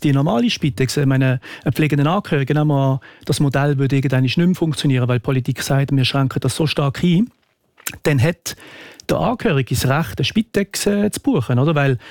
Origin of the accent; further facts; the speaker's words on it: Switzerland; Aber wir als Schweizer Bevölkerung haben gesagt, wir wollen alle Leute versorgen